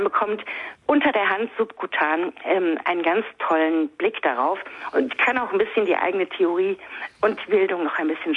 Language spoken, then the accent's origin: German; West Germany, Germany; Ich möchte es mal so sagen, selber als Westdeutsche